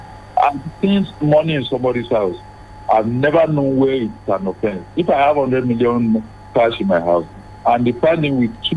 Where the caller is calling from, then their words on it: Oka, Ondo, Nigeria; I'm calling from Oka.